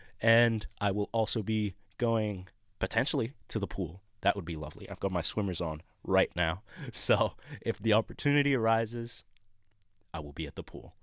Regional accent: Egypt; now in Australia; My father grew up here, but I grew up in Egypt

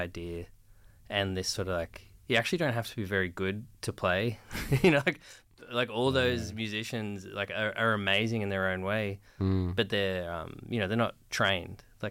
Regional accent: Sydney, New South Wales, Australia; I grew up in Liverpool

